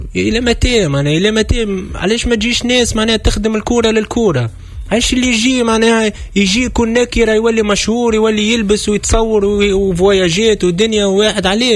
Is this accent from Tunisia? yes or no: yes; Tunisia; في اسم بلادنا تونس